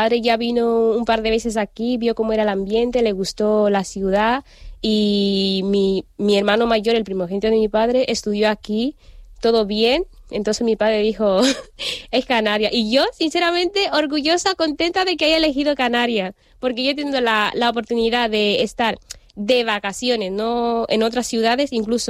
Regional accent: Malabo, Bioko Norte, Equatorial Guinea; now in Spain; Sí, nací en Malabo, 1997.

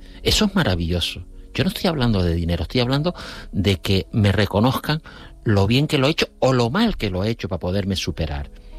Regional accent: La Orotava, Canary Islands, Spain; Los dos somos de la Orotava.

